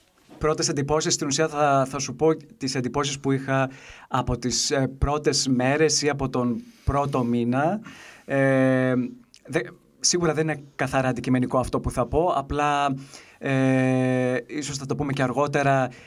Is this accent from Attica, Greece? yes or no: no; Serres, Central Macedonia, Greece; moved away as an adult; also born or lived in Thessaloniki / United States / Germany; now in Vienna, Austria; Είμαι από Σέρες, όπου εκεί πέρασα και τα παιδικά μου χρόνια. Σπούδασα και στην Ελλάδα, στη Θεσσαλονίκη. Και αργότερα από εκεί και πέρα, εδώ και 20-22 χρόνια